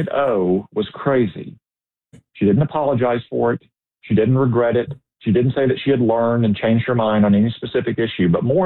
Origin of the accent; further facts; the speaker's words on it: New York, United States; So, sir, as a New Yorker, thank you so much.